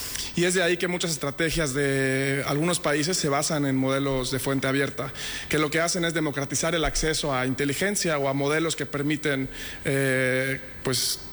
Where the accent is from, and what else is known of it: Mexico